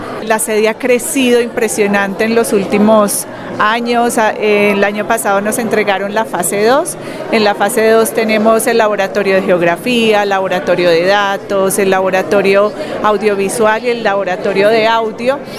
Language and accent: Spanish; Cesar, Colombia; also born or lived in Manizales / Cartagena; Yo soy manizaleña, pero cesarense de corazón. Toda mi infancia o parte de mi infancia viví en La Gloria Cesar, en Aguachica Cesar, en el Bolívar también viví, en Cartagena.